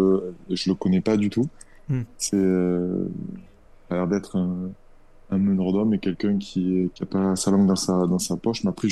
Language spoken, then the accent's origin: French; Le Malzieu-Ville, Occitanie, France; chez nous, au Malzieu-Ville